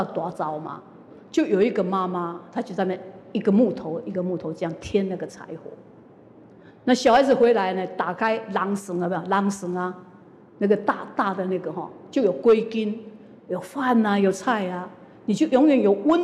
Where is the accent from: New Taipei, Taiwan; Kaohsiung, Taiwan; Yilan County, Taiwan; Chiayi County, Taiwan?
Yilan County, Taiwan; Yilan; Chinese is a second language; 所以我们宜兰人就叫他北门口的师父